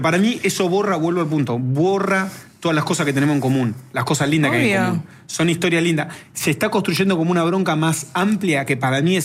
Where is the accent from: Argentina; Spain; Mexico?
Argentina; Que los argentinos respetamos.